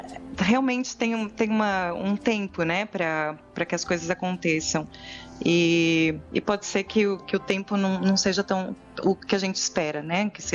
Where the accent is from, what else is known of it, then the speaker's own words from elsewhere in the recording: Santo André, São Paulo, Brazil; moved away as an adult; also born or lived in Los Angeles; now in São Paulo, Brazil; Eu sou do ABC, sou lá de Santo André, e eu me mudei para São Paulo em 2000. E aí o resto da vida é aqui.